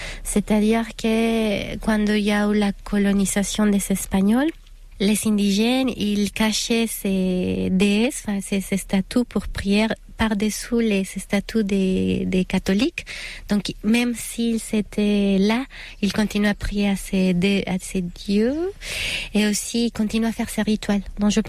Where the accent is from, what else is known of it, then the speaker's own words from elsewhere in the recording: Mexico; French is a second language; moved away; also born or lived in Acolman, Mexico; je viens du Mexique, ma famille, on faisait moitié du temps à Mexico, qui c'est la ville, et on faisait moitié du temps dans un petit village qui est à côté des pyramides de Teotihuacan, qui s'appelle Acolman. Donc c'est un tout petit village qui a mélangé les traditions